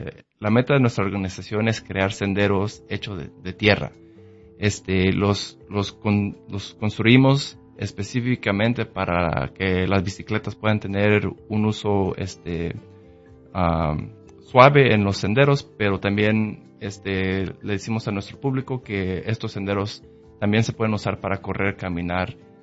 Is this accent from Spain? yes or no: no; Omaha, Nebraska, United States; tengo mis raíces basadas de Guadalajara, México, pero toda mi vida he crecido aquí en la ciudad de Omaha.